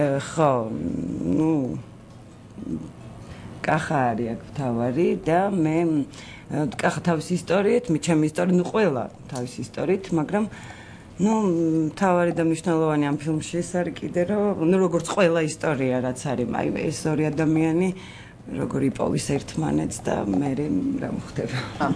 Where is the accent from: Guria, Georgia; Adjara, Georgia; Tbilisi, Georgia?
Guria, Georgia; მეც გურული ვარ